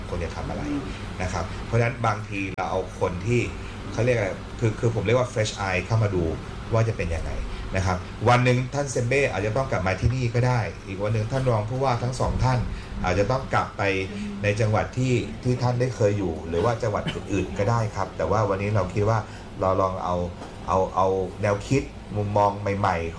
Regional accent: Isan, Thailand; อย่างผมมาจากอีสาน

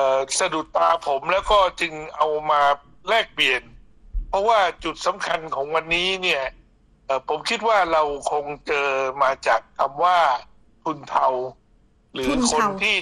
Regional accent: Phuket, Thailand; ผมเป็นคนภูเก็ตเกิดที่ภูเก็ตแล้วก็เรียนมัธยม

